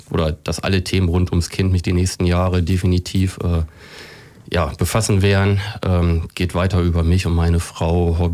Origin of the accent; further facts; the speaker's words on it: Salzhemmendorf, Lower Saxony, Germany; Genau, also Salzhemdorf ist ja erstmal auch meine Heimat. Da bin ich aufgewachsen, groß geworden, heimisch.